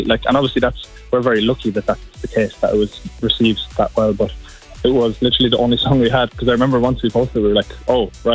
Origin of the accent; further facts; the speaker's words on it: Athy, Kildare, Ireland; we're from Athy in Kildare.